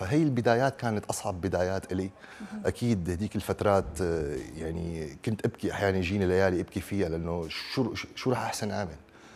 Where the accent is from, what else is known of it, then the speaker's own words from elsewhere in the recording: Syria; moved away as an adult; now in United Kingdom; إحنا كلاجئين سوريين لما وصلنا على أي بلد أوروبي بتبدأ من الصفر. أنا واحد بدأ من الصفر، يعني لما أبتدي من الصفر لغة ما عندي، الإنجليزي ما بحكي، ووصلنا لبلد غريبة علينا والثقافة تبعها غريبة